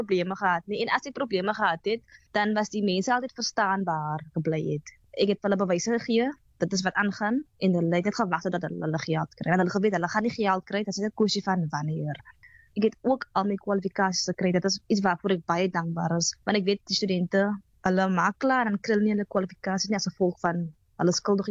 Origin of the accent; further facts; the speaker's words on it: Atlantis, Western Cape, South Africa; En sê, ek is van Atlantis, ek bly in Island Place, ek bly in die kort.